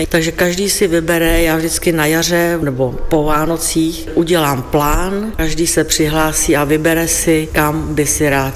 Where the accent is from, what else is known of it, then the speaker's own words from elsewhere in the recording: Slovakia; now in Czech Republic; Česká republika je krásná, i Slovensko je krásné, já i pocházím ze Slovenska, mám tam rodinu. Lučenec, Filakovo, mám to ráda.